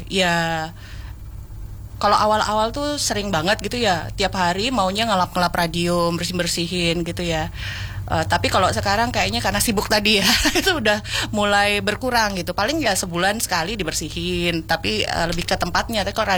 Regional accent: Pontianak, West Kalimantan, Indonesia; moved away; Jadi kalau kebetulan saya itu kan aslinya dari Pontianak, Kalimantan Barat.

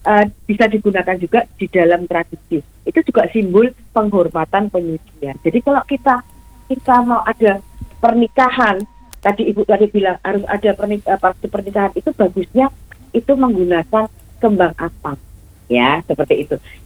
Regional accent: Java, Indonesia; Bureh kalau kita orang Jawa itu kan diborehkan ya, ditaruh di badan

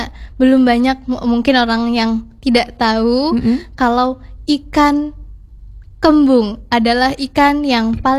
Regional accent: Lampung, Indonesia; Kalau aku, karena aku dari Sumatera, dari Lampung, aku ikannya sukanya ikan patin.

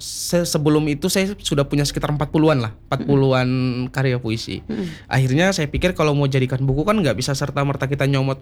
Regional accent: Ambon, Maluku, Indonesia; now in Jakarta, Indonesia; di daerah asal saya di Ambon.

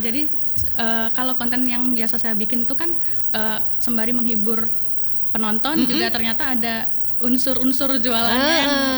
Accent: Java, Indonesia; now in Mamuju, Indonesia; ditambah lagi saya kan pendatang perantau dari Jawa ke Mamuju, jadi setiap sore itu saya keliling kota untuk cobain jajanan-jajanan baru.

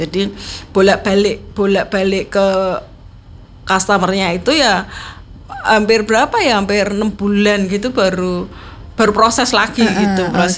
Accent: Java, Indonesia; Kalau kita Jawa kan kita tahu ya, kita ceritanya seperti apa gitu.

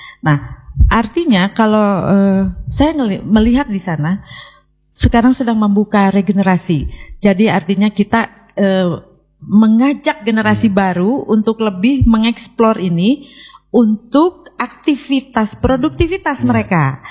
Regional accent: West Java, Indonesia; Jadi mari kita biasakan nih sebagai orang Sunda, jangan banyak mengeluh.

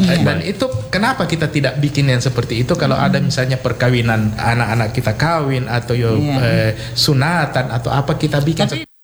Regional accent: Galesong, South Sulawesi, Indonesia; Jadi kalau belakangan ada yang tanya kamu orang apa, saya orang Galesong. Cucu saya bisa mengatakan saya orang Galesong. Ada rumah adat saya di Galesong.

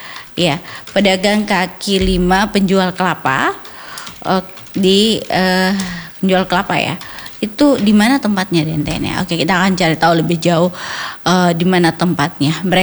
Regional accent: South Sulawesi, Indonesia; yang pasti kita ini sebagai orang Bugis atau masyarakat Bugis mengharap bahwa penghasilan itu bisa didapatkan di tempat berrezeki lainnya

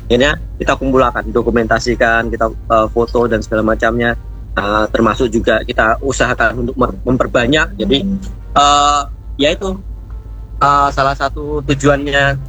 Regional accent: Java, Indonesia; moved away as an adult; now in Kalimantan, Indonesia; Saya ini sebenarnya kan pendatang nih, ya, ya, ya, dari betul. Jawa ya.

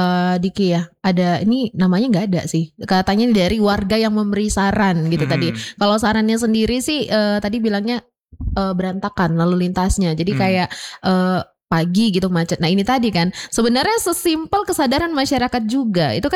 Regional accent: North Sumatra, Indonesia; sebagai warga Padang Bulan sendiri

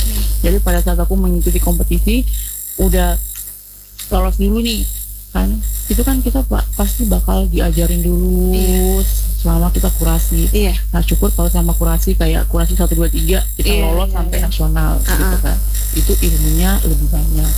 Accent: Papua, Indonesia; Dan waktu itu aku Papua, istilahnya Indonesia Timur, satu-satunya yang bisa lolos masuk jadi lima besar.

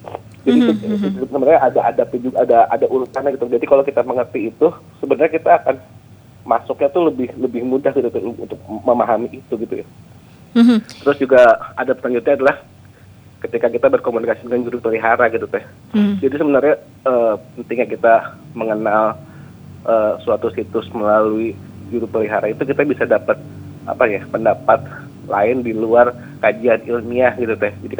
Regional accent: Kuningan, West Java, Indonesia; Dan itu adanya ada di kampung aku di Kuningan Cirebon kan.

